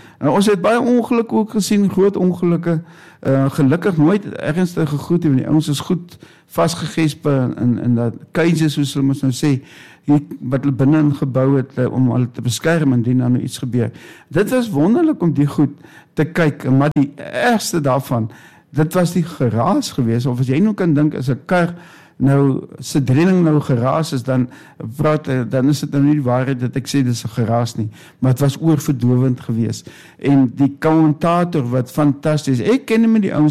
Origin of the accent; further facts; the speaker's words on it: Northern Cape, South Africa; ons kom ons uit Namakoland